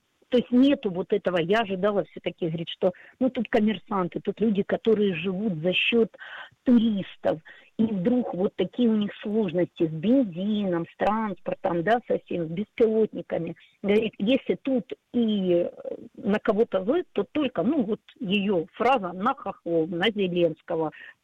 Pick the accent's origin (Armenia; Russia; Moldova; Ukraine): Ukraine; Donetsk, Donetsk Oblast; я вот дончанка